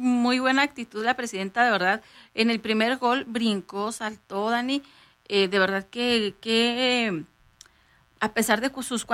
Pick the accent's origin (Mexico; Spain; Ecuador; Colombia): Mexico; Lo decimos de verdad con mucho orgullo de que somos mexicanos y que nos... A mí en lo personal me encanta ser mexicana.